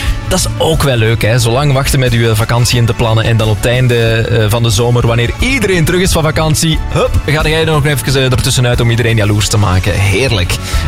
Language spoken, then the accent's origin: Dutch; Flanders, Belgium; Ja, ik ben West-Vlaming